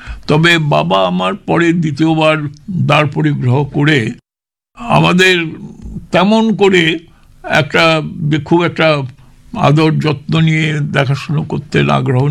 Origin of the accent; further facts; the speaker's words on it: Bikrampur, Dhaka Division, Bangladesh; also born or lived in Kolkata, India; কিন্তু আমার শৈশব কেটেছিল পূর্ব বাংলার ঢাকা জেলার বিক্রমপুরে।